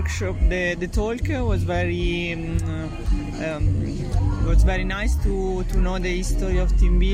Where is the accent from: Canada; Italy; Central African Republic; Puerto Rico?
Italy; And I'm a musician from Italy. I play the saxophone and I compose also electronic music.